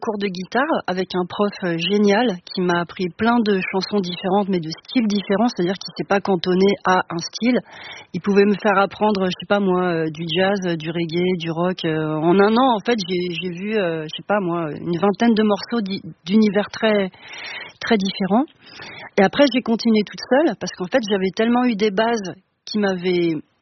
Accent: Villemomble, Île-de-France, France; also born or lived in Noisy-le-Sec; je suis née à Noisy-le-Sec, mais je n'y ai pas vécu du tout. Moi, j'ai vécu à Villemomble. C'est à 5 minutes de Noisy-le-Sec, vraiment, c'est un jet de pierre.

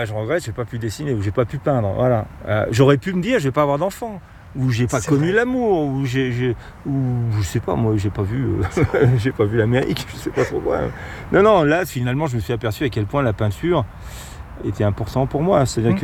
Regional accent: Grenoble, Auvergne-Rhône-Alpes, France; je suis de Grenoble et ma mère m'emmenait souvent, très jeune, marcher.

